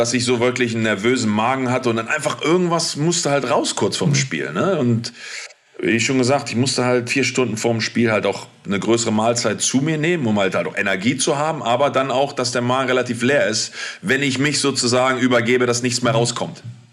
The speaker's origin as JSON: {"language": "German", "town": "Hanover", "region": "Lower Saxony", "country": "Germany", "moved": "as an adult", "said": "auf einmal spielst du als Hannoveraner für 96"}